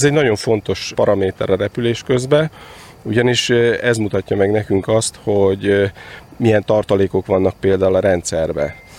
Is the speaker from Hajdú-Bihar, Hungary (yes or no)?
no; Sopron, Győr-Moson-Sopron, Hungary; én Sopronból jöttem, és Sopron környékén szoktunk balonozni.